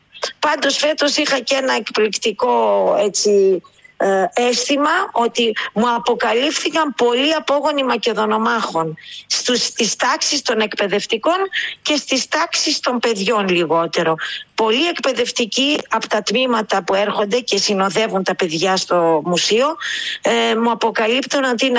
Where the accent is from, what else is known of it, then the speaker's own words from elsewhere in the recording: Greece; also born or lived in Australia; Υπήρξα κι εγώ παιδί ομογενών, γεννήθηκα στην Αυστραλία και ήρθα μικρή από εκεί.